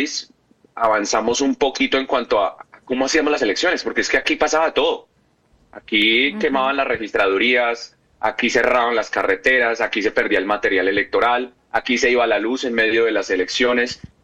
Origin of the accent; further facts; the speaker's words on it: Colombia; moved away; Salimos de Colombia.